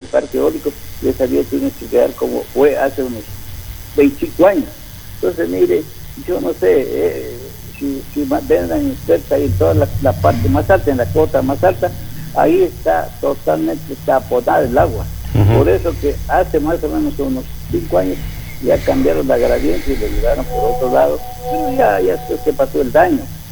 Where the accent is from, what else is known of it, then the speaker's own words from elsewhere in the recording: Guadalajara, Jalisco, Mexico; Yo soy oriundo de Guadalajara.